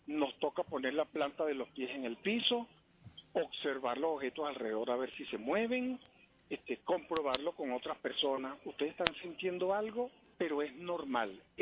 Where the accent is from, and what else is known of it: Venezuela